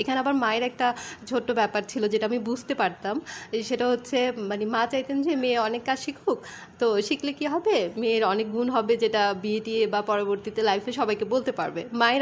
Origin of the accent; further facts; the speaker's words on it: Noakhali, Chittagong Division, Bangladesh; আমি নোয়াখালীর মেয়ে